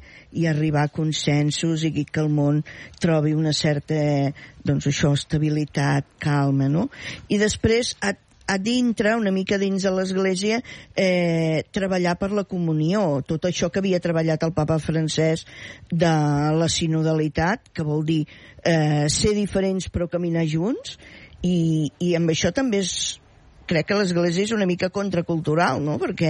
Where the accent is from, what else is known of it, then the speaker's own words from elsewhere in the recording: Reus, Catalonia, Spain; jo sóc de Reus.